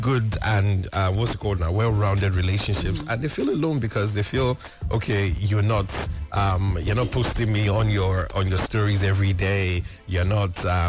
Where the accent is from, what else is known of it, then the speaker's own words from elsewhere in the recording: Nigeria; as Nigerian, even if I'm, you know, well-traveled and everything